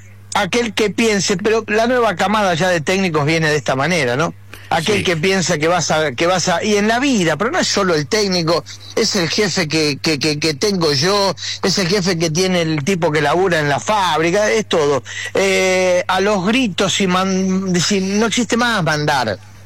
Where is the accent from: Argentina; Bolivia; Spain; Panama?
Argentina; todos somos amantes del fútbol, somos argentinos.